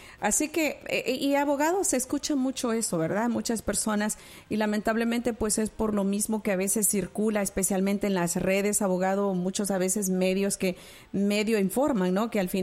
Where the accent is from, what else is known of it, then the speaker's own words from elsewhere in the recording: Mexico; Somos de México y me gustaría saber más o menos cuánto tiempo más hay que esperar.